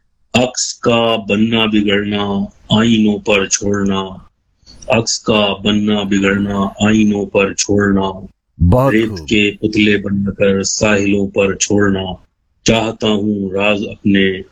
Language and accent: Hindi; Uttar Pradesh, India; born there; मेरा जन्म हिंदुस्तान की एक जो स्टेट है यूपी